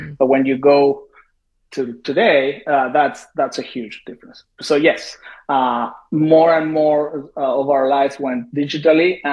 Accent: Argentina; English is a second language; So I'm from Argentina.

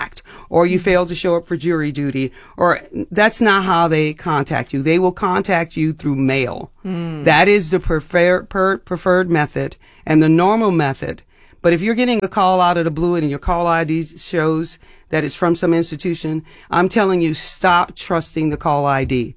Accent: New Orleans, Louisiana, United States; I grew up in New Orleans. You didn't answer the door.

